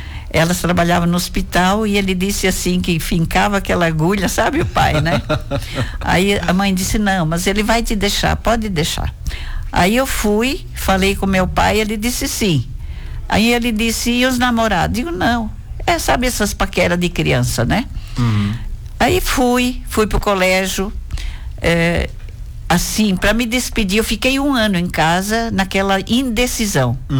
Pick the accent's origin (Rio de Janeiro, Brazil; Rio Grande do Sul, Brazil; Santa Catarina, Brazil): Santa Catarina, Brazil; Orleans; born there; Eu nasci em Orleans, um lugarzinho chamado Forninhas, e mãe e pai muito devotos, religiosos, trabalhadores.